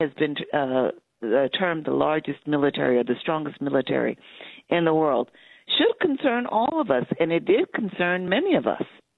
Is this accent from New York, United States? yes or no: yes; Brooklyn, New York, United States; No, I grew up in Brooklyn. I went to Midwood High School.